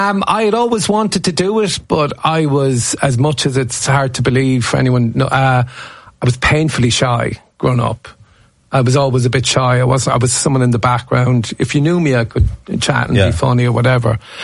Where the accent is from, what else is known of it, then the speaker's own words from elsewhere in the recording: Corbally, Munster, Ireland; I'm from Corbally. They brought the All-Ireland to the primary school when I was a kid.